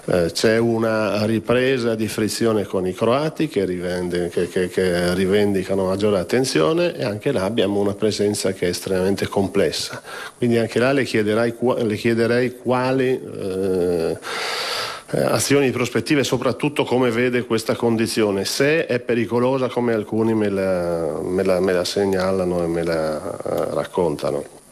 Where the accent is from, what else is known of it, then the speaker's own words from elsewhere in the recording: Trieste, Friuli-Venezia Giulia, Italy; io tra l'altro vengo da Trieste, quindi sono paesi che ho vicino e conosco